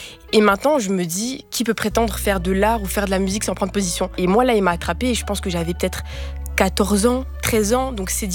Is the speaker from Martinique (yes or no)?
no; Brussels, Belgium; born there; Comme vous le savez, je suis belge, je suis née à Bruxelles, de père congolais, de mère belge.